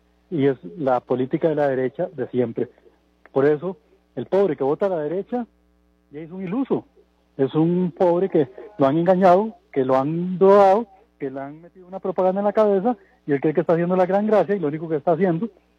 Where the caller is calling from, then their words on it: Costa Rica; de San Rafael de Jodiagua.